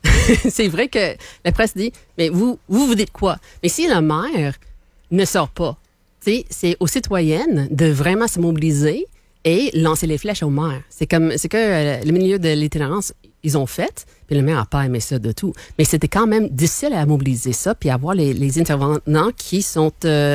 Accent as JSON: {"language": "French", "town": "Hamilton", "region": "Ontario", "country": "Canada", "tie": "born or raised there", "said": "on suit un peu le modèle de LNH, mais ma ville natale a été choisie."}